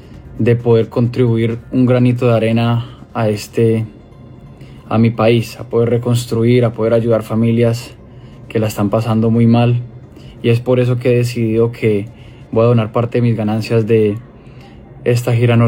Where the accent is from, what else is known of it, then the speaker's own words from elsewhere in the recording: Colombia; Somos colombianos y de esta solo salimos unidos. Amo mi país, amo a Colombia